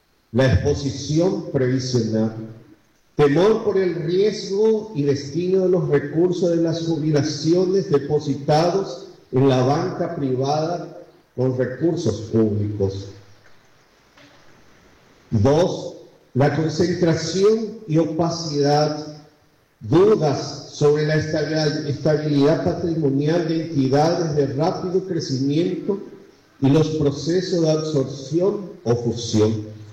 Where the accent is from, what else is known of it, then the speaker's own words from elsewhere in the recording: Paraguay; Ya tenemos luego como paraguayos aportantes del IPS